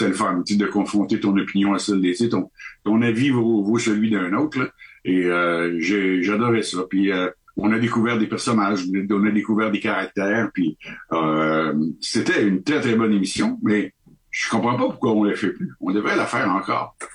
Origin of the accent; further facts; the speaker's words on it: Canada; moi, je suis du Canada, je suis ici passage